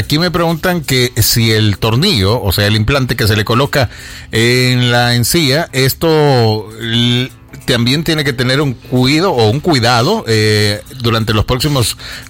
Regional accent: Anamoros, La Unión, El Salvador; now in United States; Soy de Anamoros, La Unión.

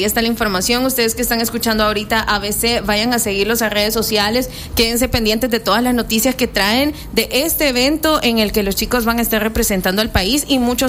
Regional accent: El Salvador; nosotros también como hermanos salvadoreños

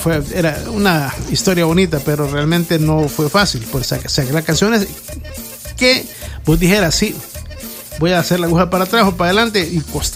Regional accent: San Miguel, El Salvador; yo vengo de San Miguel.

